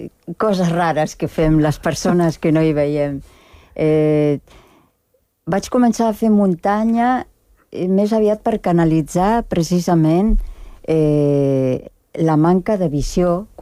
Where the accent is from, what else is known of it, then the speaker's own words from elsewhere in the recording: Argentina; moved away; jo sóc argentina